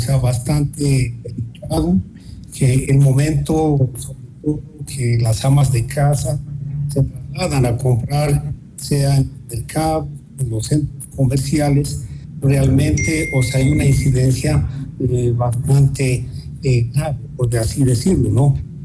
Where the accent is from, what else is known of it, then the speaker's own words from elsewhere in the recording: Ecuador; que nos deja preocupados a todos los ecuatorianos